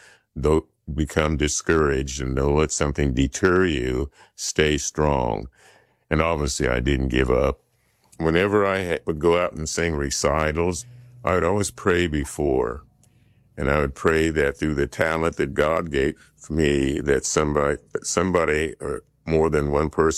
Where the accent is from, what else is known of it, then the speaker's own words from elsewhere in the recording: Centerville, Iowa, United States; moved away; when I was a kid growing up in Centerville, Iowa